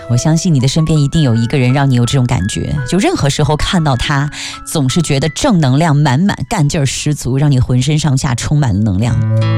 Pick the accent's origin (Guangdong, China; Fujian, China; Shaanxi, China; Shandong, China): Fujian, China; Fuzhou; 我们福州人